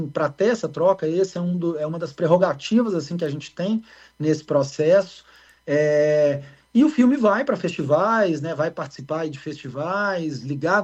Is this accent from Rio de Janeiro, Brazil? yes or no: no; Minas Gerais, Brazil; eu sou aqui de Minas Gerais, eu moro aqui em Nova Lima